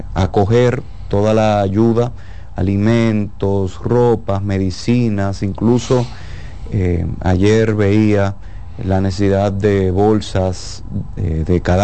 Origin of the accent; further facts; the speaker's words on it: Dominican Republic; pueblos hermanos como nosotros, República Dominicana.